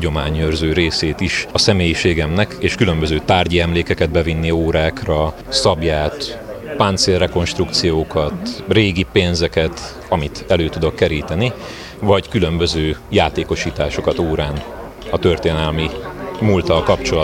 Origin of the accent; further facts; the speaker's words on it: Hungary; Én itt születtem, itt nőttem fel, sosem vonzott, hogy elhagyjam az országot.